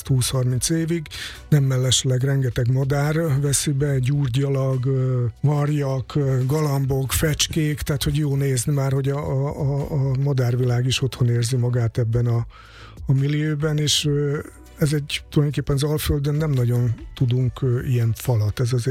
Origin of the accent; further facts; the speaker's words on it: Mali Iđoš, Vojvodina, Serbia; értemszerűen innen származom, Kishegyesről